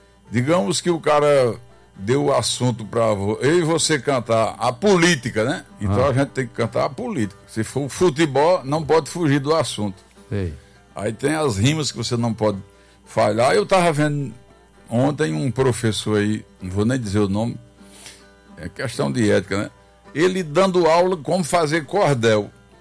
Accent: Coremas, Paraíba, Brazil; moved away; Sou paraibano, filho de Coremas. De um lado Aguiar e do outro Emas, onde se vê serra que a vista se some.

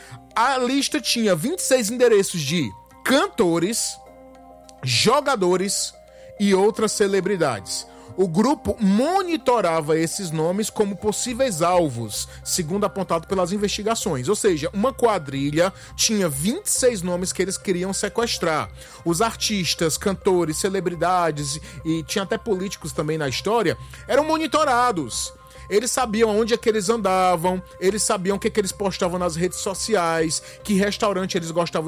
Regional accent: Brazil; A gente é brasileira

